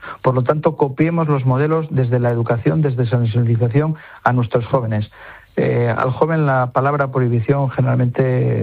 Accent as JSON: {"language": "Spanish", "country": "Spain"}